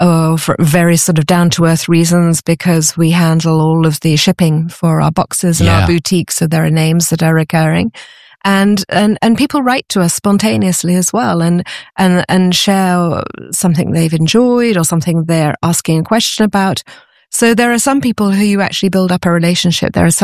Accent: United Kingdom; now in France

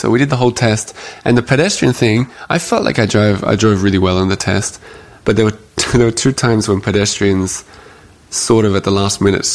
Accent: Australia; I've never driven in the snow. I'm Australian.

